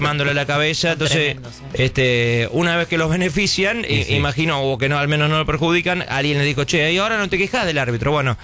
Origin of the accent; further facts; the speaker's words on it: Argentina; De cuatro que hay en la mesa, tres somos de Argentina.